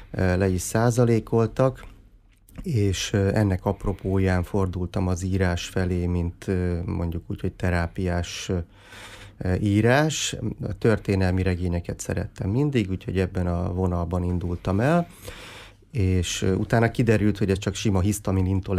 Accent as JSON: {"language": "Hungarian", "town": "Miskolc", "region": "Borsod-Abaúj-Zemplén", "country": "Hungary", "tie": "born or raised there", "said": "aztán ugye a Diósgyőri vár közelében nőttem fel, a Kuruc utcán laktunk, úgyhogy gyakorlatilag nem volt olyan nap, hogy ne csatangoltunk volna a vár környé"}